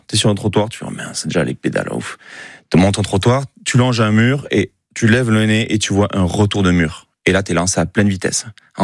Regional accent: Boucau, Nouvelle-Aquitaine, France; C'était un rivalon moi au Boucau. J'ai grandi à Boucau

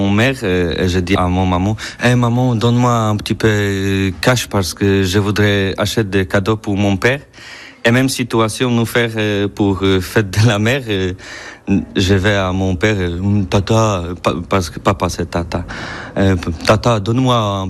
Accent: Poland; French is a second language; moved away as an adult; now in Poitiers, France; je suis Polonais, j'arrive à Poitiers à dernière année, à juin.

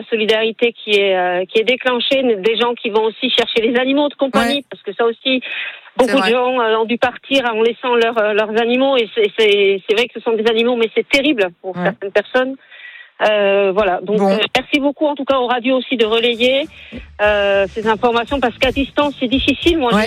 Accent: South-West France, France; Moi, je suis du Sud-Ouest.

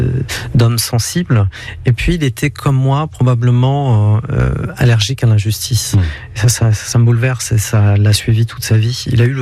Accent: Kabylie, Algeria; born there; moved away; Moi, je suis né en Algérie, dans les montagnes Kabyles.

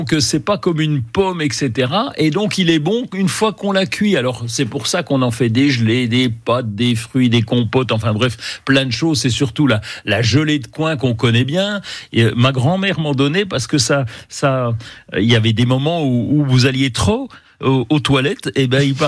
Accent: Bourgogne-Franche-Comté, France; chez nous, en Franche-Comté, là même dans le haut

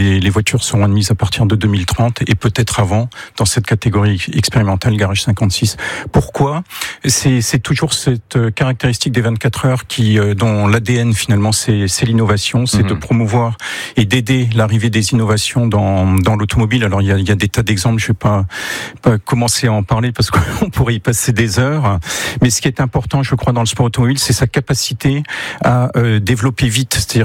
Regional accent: Grand Est, France; now in Sarthe, France; Moi, je viens d'Alsace.

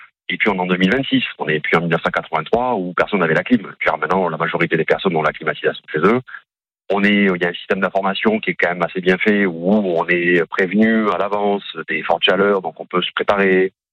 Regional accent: Occitanie, France; moi je suis natif de l'Hérault, je suis à 34 cadastrés, hein, comme on dit.

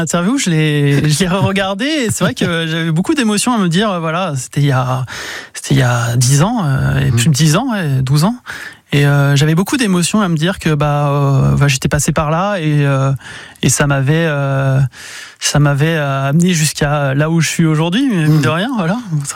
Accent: Poitiers, Nouvelle-Aquitaine, France; also born or lived in Paris; Donc du coup, moi je suis né sur Paris. Et il y a à peu près 30 ans, en 96, je suis arrivé sur Poitiers. Donc j'ai fait toutes mes études sur Poitiers, donc de la maternelle à Saint-Exupéry jusqu'à la fac en master

